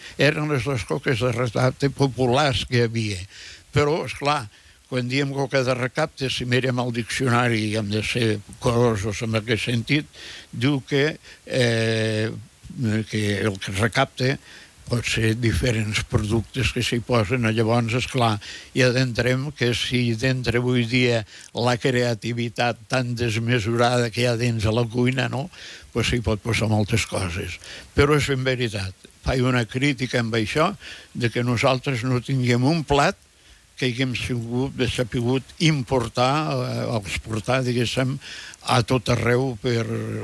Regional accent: Catalonia, Spain; also born or lived in Val d'Aran; la meva comarca, la de la Segrià

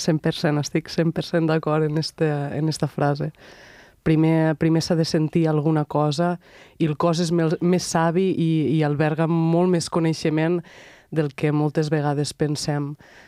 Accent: Tortosa, Catalonia, Spain; a Tortosa, després, bueno, a la meva ciutat natal

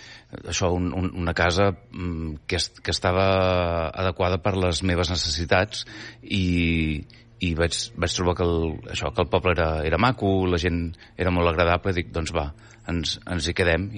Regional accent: Catalonia, Spain; born there; moved away as an adult; now in Sant Miquel, Spain; Jo vaig néixer al Vallès, però ja fa 20 anys que visc a Sant Miquel, i és un lloc que es viu molt bé, molt tranquil, gent molt maca, i això, un paratge estupendo.

